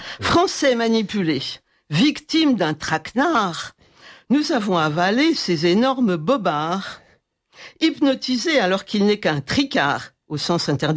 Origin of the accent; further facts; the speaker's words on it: Lyon, Auvergne-Rhône-Alpes, France; Je suis lyonnaise d'origine.